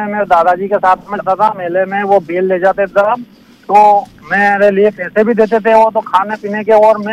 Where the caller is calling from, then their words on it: Agar Malwa district, Madhya Pradesh, India; ग्राम बापसिया, जिला आगर मालवा से बोल रहा हूँ।